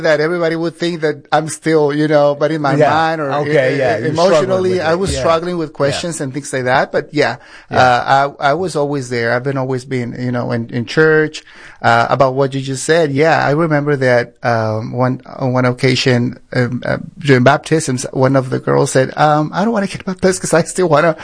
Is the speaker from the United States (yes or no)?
no; Reynosa, Tamaulipas, Mexico; I grew up in Mexico in the border town of Reynosa. And so there back then, I'm talking 90s, early 90s, mid 90s.